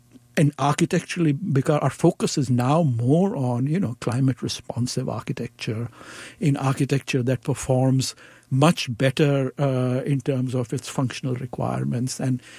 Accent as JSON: {"language": "English", "region": "Chandigarh", "country": "India", "tie": "born there", "said": "I'm from Chandigarh"}